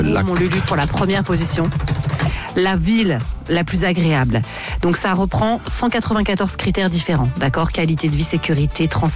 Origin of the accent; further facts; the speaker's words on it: Nouvelle-Aquitaine, France; Oui, oui, je suis basque. Donc, que ça te plaise ou non, finalement, je suis basque.